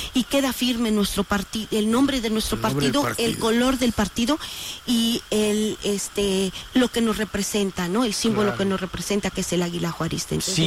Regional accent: Oaxaca, Mexico; esa gran fraternidad que somos los oaxaqueños y las oaxaqueñas

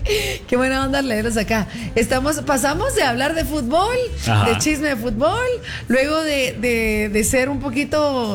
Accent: Guatemala; nosotros como guatemaltecos también seríamos solidarios en apoyar la economía guatemalteca cuando quiten la ley seca

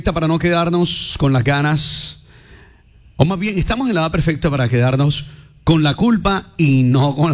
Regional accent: Caribbean Region, Colombia; Seamos esparpajosos como somos, seamos costeños, vacilemos nuestra jerga

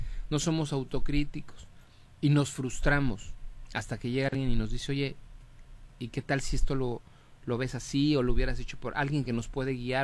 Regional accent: Mexico; de los de nuestra genética como mexicanos

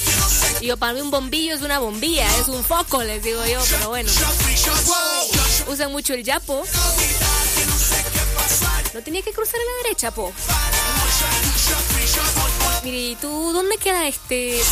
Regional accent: Guatemala; Y yo, no, somos de Guatemala, Centroamérica.

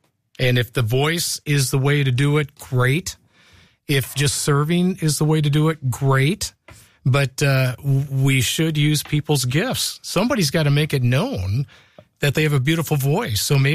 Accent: Indiana, United States; this is right near my hometown, McCordsville, Indiana.

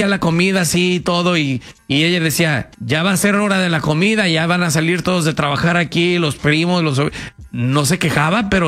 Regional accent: Michoacán, Mexico; Pues a huevo, yo soy de Michoacán, ando a patarrais, soy de los que anda a pie.

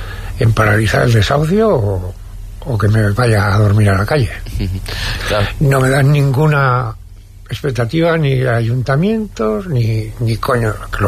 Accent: Hondarribia, Basque Country, Spain; born there; yo soy nacido en Hondarribi, tengo 60 años

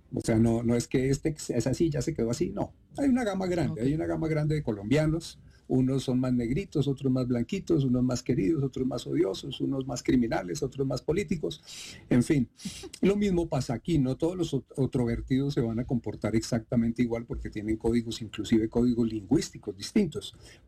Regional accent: Bogotá, Colombia; Yo soy Rolo Chapinero Unoala, pero además soy colombiano y soy colombiano y pertenezco y me miran como colombiano aquí

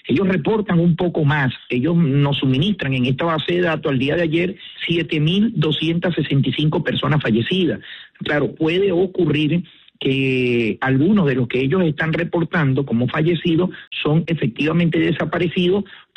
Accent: La Guaira, Venezuela; Soy de aquí de La Guaira, viví el terremoto junto a mi familia, como lo vivieron todos los guaireños.

